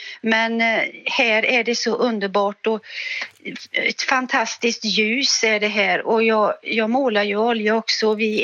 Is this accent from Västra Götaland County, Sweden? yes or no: yes; Uddevalla, Västra Götaland County, Sweden; born there; now in Öland, Sweden; jag är egentligen född i Uddevalla.